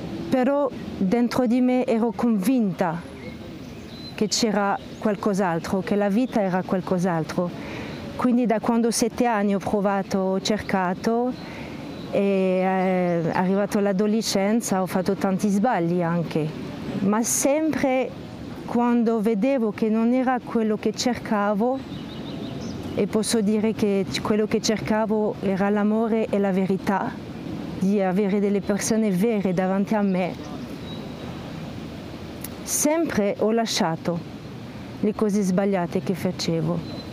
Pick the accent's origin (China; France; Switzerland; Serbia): France; Italian is a second language; now in Italy; sono cresciuta in Francia, in una famiglia dove Dio non c'era proprio. C'era di tradizione perché la mia madre è polacca, quindi sono stata battezzata alla comunione